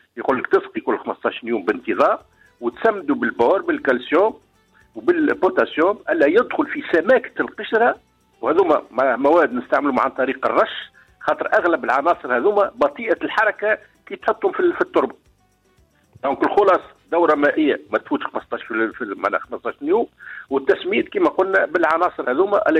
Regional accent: Tunisia; أما الأصناف اللي عندنا في تونس المعروفين برشا

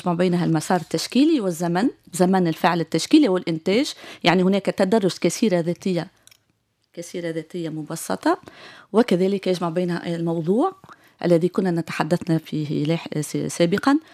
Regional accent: Tunisia; وكنت أنا كتونسية

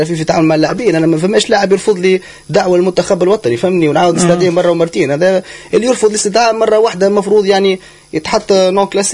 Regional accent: Tunisia

